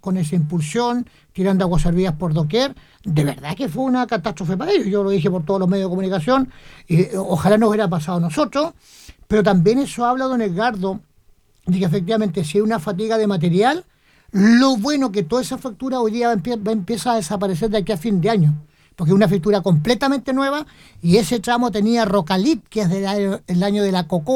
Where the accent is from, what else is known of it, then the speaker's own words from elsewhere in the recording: Chile; Bueno, somos chilenos